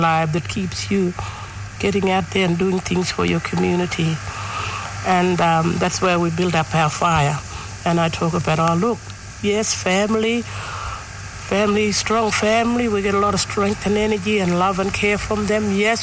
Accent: Tennant Creek, Northern Territory, Australia; I'm from Tennant Creek.

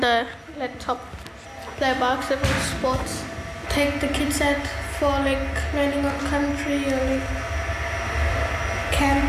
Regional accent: Northern Territory, Australia; first language Western Aranda; English is a second language; I'm from Dapa Camp, and what language I speak is Western Aranda

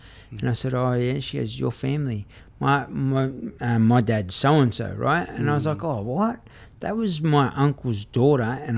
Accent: Sydney, New South Wales, Australia; also born or lived in Walgett; I grew up in Redfern

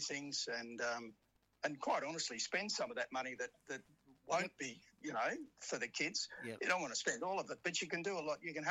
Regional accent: Geraldton, Western Australia, Australia; I said, oh, we're from Geraldton in WA.

